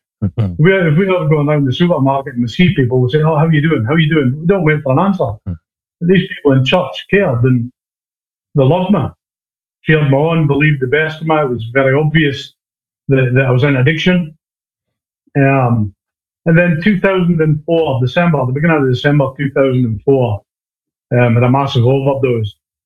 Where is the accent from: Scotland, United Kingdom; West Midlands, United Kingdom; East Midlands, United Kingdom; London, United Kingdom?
Scotland, United Kingdom; Fraserburgh; I walked the streets of my hometown of Fraserburgh.